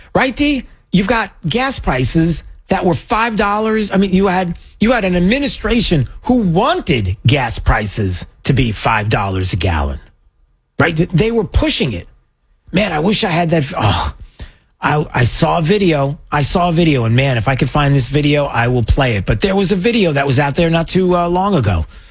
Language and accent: English; New York, United States; Because the 70s, we had if you lived in New York, I grew up in New York.